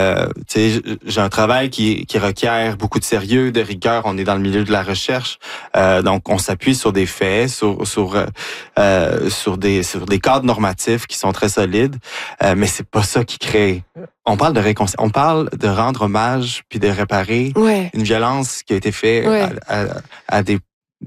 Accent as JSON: {"language": "French", "town": "Chicoutimi", "region": "Quebec", "country": "Canada", "tie": "born there", "also_born_or_lived": "Montréal", "said": "Mais sinon, c'était Québec, Valcartier, bon, Montréal, une bonne partie de ma vingtaine. Chicoutimi. Je suis né à Chicoutimi, moi."}